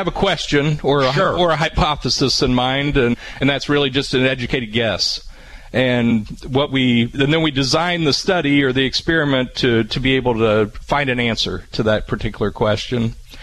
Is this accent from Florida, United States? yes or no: no; Dawson, Illinois, United States; From Springfield area. So, I grew up in Dawson, Mechanicsburg area.